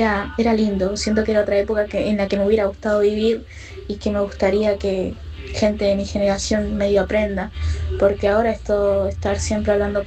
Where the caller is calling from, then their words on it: Buenos Aires, Argentina; de Buenos Aires